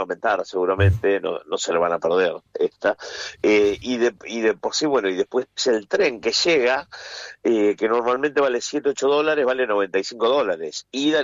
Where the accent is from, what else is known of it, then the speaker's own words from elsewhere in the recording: Argentina; moved away; yo hace 25 que estoy acá y ya no lo pienso como argentino